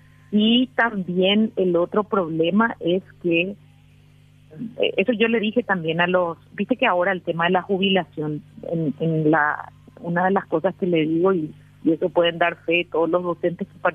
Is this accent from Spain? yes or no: no; Paraguay